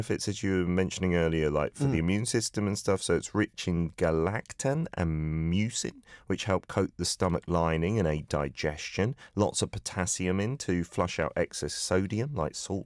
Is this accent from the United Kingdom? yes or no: no; Philippines; For me, as a Filipino, I think of boba tea when I think of taro.